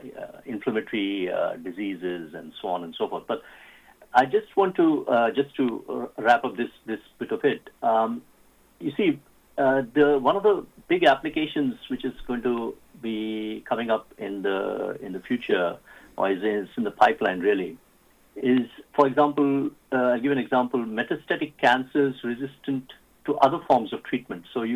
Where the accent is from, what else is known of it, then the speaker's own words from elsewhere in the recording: Pune, Maharashtra, India; born there; I was from Loyola High School, you know, in Pune.